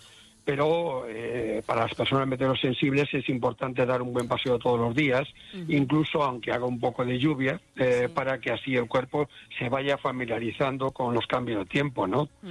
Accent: Galicia, Spain; Como buen gallego voy allí.

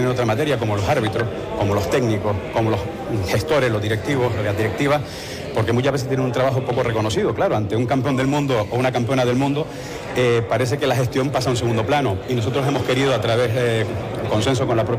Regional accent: Canary Islands, Spain; Cada vez que triunfa un canario fuera, lo hace representando no solo nuestro deporte, nuestro acento, sino nuestra idiosincrasia.

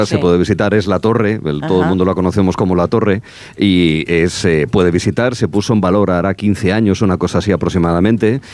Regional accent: Cantabrian coast, Spain; para los que somos del Cantábrico y esto, la emigración interior de los años 60, 70, de muchísima gente que se fue a trabajar a Madrid, a Cataluña, País Vasco, Asturias también, bueno, pues digamos que yo soy hijo de aquella emigración.

